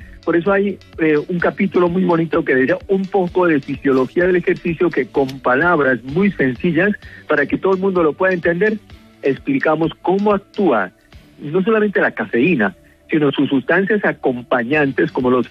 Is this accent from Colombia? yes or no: yes; Colombia